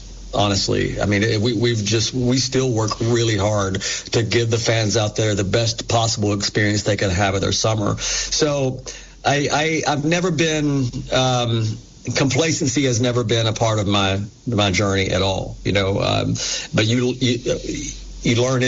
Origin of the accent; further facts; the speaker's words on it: Knoxville, Tennessee, United States; You know, growing up in East Tennessee and in Knoxville, you know, we didn't have a pro allegiance to anything. It was all just Tennessee football. And we grew up out in the country